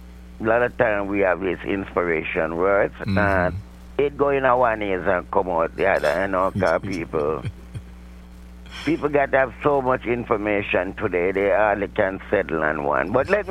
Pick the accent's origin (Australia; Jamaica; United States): Jamaica; Kingston, Saint Andrew; I'm from Capture